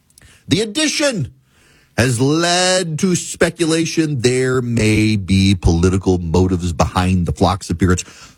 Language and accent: English; Dubai, United Arab Emirates; moved away; when I was a kid in the Middle East, because I grew up in Dubai